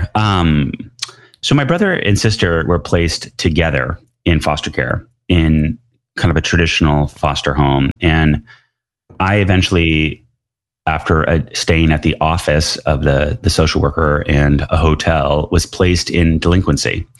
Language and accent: English; New York City, New York, United States; growing up in New York City